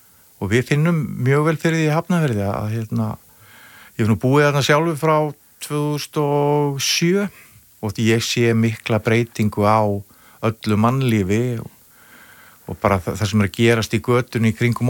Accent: Vestmannaeyjar, Southern Region, Iceland; ég fættur uppalinn í Vestmannaeyjum og búin að vera 35 heilum þjóðatíðum

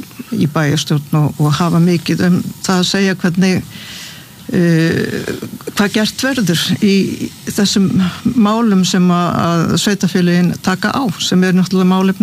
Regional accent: Suðurnesjabær, Southern Peninsula, Iceland; að samfylkingin vann sigur í Suðurnesjabæ, mínum heimabæ 34%

